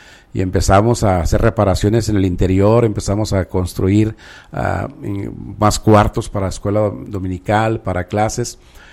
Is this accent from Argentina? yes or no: no; Mexico; yo como buen mexicano